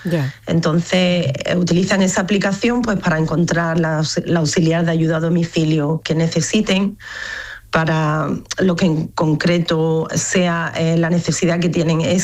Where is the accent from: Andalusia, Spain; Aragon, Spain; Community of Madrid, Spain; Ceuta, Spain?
Andalusia, Spain; Jerez de la Frontera; moved away as an adult; now in Sydney, Australia; Lo sé exactamente porque hoy calculaba cuántos años llevo sin ir a la Feria de Jerez, que es ahora, de donde yo soy.